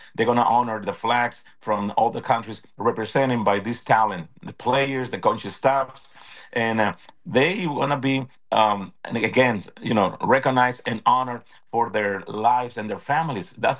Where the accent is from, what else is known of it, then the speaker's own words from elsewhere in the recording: Tijuana, Baja California, Mexico; now in San Diego, United States; I'm originally from Tijuana